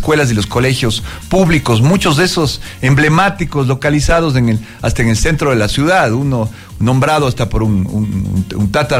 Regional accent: Cuenca, Azuay, Ecuador; Soy un cuencano común que he tenido la oportunidad de estudiar aquí, fuera, de tener experiencias públicas y privadas

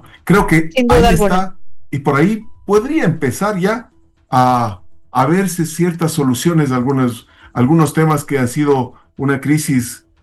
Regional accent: Ecuador; hablo como país, como Estado ecuatoriano

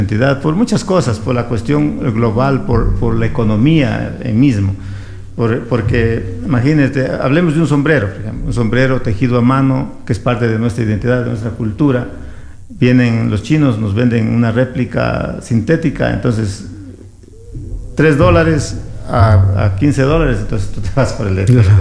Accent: Loja, Ecuador; soy de Loja, ahí la tierra del festival

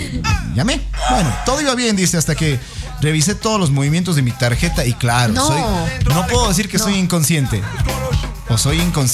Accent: Guayaquil, Guayas, Ecuador; Conocí Cuenca, soy de Guayaquil, gracias.

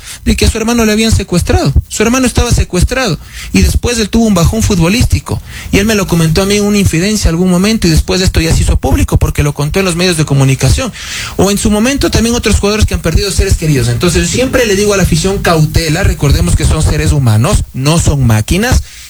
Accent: Ecuador

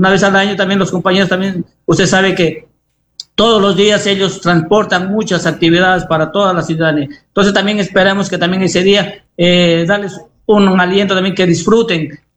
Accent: Ecuador; como ecuatorianos tenemos que seguir todavía ahí con la esperanza

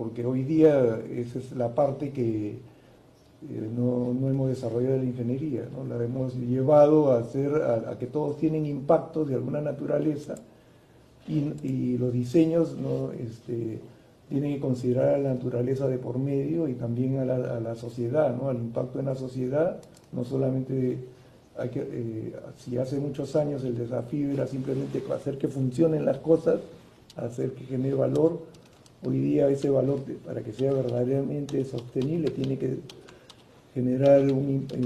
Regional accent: La Victoria, Lima, Peru; born there; Sí, yo soy peruano de nacimiento, nací en la Victoria.

